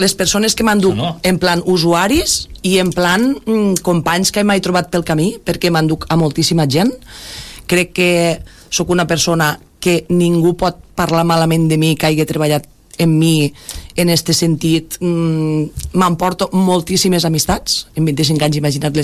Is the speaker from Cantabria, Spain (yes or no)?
no; Tivenys, Catalonia, Spain; Perquè ma iaia era de Tivenys i jo he passat la meva infància a Tivenys.